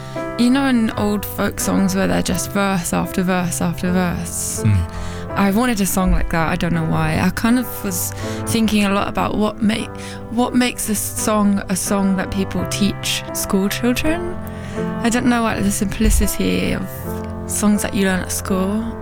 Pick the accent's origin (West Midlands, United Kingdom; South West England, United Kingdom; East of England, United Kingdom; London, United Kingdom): London, United Kingdom; I grew up in Holloway, so it's around the corner from Finsbury Park